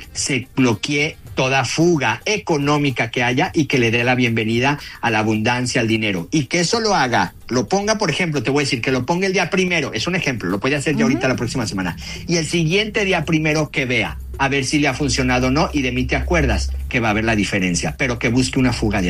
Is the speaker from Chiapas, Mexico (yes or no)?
no; Jalisco, Mexico; esto lo hacían en mi pueblo, yo soy de Jalisco.